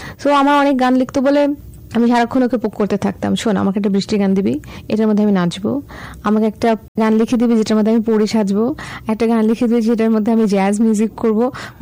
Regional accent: Dhaka, Dhaka Division, Bangladesh; আমার জন্ম ঢাকায়, আমার বেড়ে ওঠাও ঢাকায় এবং আমার গান শেখা সবকিছুই ঢাকাতেই।

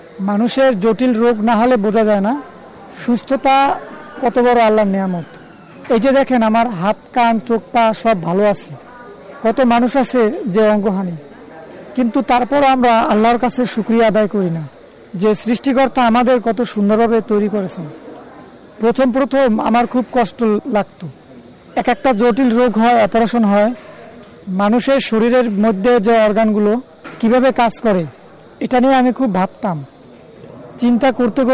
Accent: Naldanga, Khulna Division, Bangladesh; now in Dhaka, Bangladesh; Jhenaidah, Naldanga.

